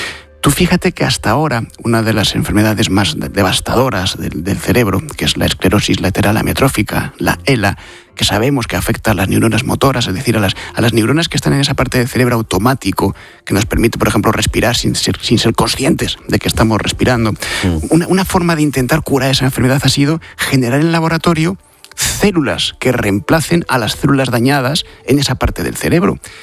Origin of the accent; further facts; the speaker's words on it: Madrid, Community of Madrid, Spain; Yo que soy madrileño, digo, a ver, ¿qué probabilidad tengo yo